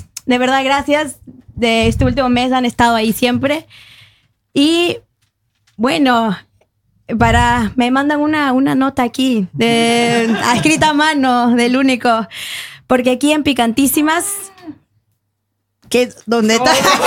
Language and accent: Spanish; Peru; moved away